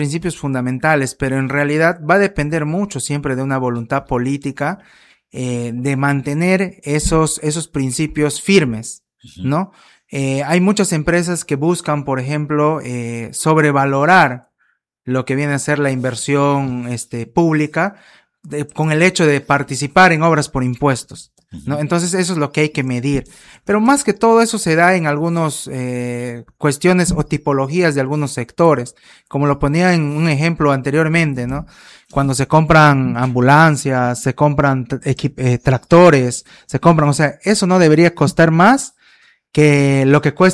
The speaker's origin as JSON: {"language": "Spanish", "region": "San Martín", "country": "Peru", "moved": "yes", "said": "estoy esta semana de vacaciones en mi tierra, en San Martín."}